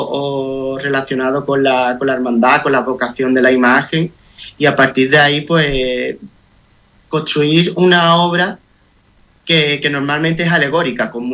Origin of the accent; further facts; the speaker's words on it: Andalusia, Spain; siendo sevillano